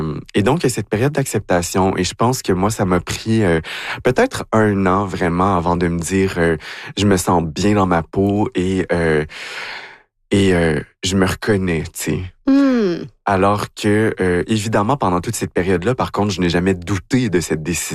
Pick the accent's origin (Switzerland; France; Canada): Canada; Quebec; moved away; En fait, quand j'ai quitté l'Abitibi, j'ai étudié en technique juridique.